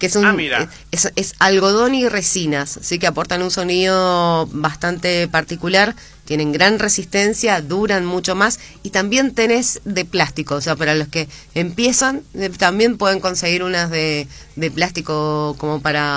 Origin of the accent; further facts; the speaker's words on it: Maipú, Mendoza, Argentina; moved away as an adult; now in Godoy Cruz, Argentina; Yo nací en, o sea, viví 30 años en Maipú